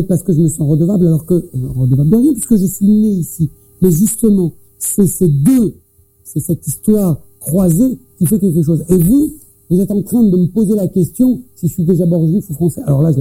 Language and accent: French; France; born there; Parce que je suis né en France, mais j'ai une mère qui est issue d'immigration